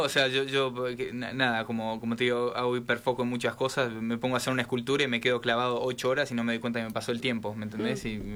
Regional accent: Salta, Argentina; Yo, como digo, siempre soy primero salteño y después argentino, ¿no?

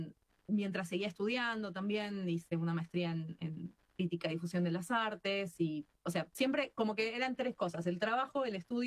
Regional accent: Argentina; moved away as an adult; toda la formación que yo tenía en Argentina era válida

